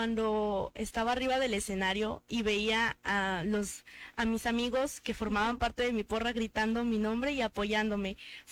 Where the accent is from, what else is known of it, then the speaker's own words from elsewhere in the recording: Huazalingo, Hidalgo, Mexico; como somos originarias de Guasalingo